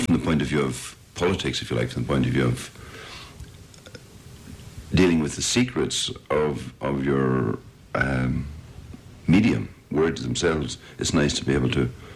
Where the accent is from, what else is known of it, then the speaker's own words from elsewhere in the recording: Ireland; As a group in Ireland, I mean, part of the being Irish, and this is one of the things I lament